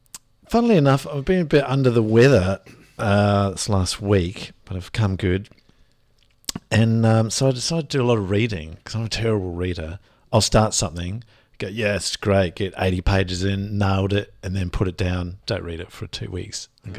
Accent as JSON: {"language": "English", "country": "New Zealand", "tie": "born or raised there", "also_born_or_lived": "England", "moved": "yes", "said": "especially growing up in New Zealand, I watched a lot of English TV because they used to pilot it in New Zealand first, and then when I went to live in England, I watched these shows."}